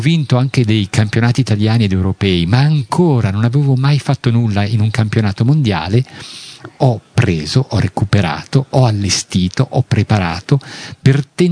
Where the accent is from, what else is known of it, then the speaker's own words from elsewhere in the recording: Genoa, Liguria, Italy; Io a 18 anni avevo una Vespa da buon genovese